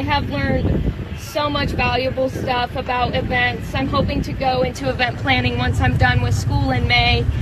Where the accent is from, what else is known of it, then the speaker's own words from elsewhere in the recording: Arapahoe, Nebraska, United States; from Arapaho, and I am the events and entertainment intern for the State Fair this summer.